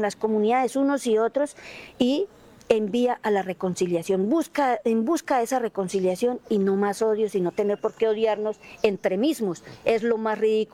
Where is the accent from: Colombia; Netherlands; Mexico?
Colombia; como colombiana, como ciudadana